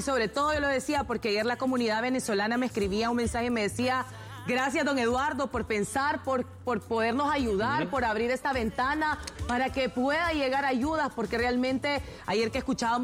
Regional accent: Honduras

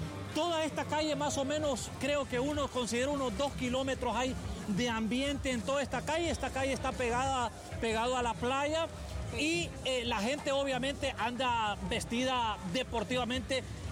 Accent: Honduras; Nosotros somos hondureños y cubrimos para Honduras.

